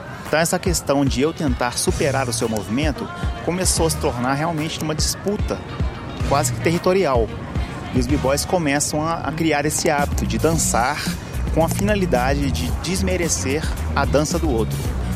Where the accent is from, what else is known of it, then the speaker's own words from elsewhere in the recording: Minas Gerais, Brazil; O mineiro tem as tradições mineiras, que faz de nós sermos mineiros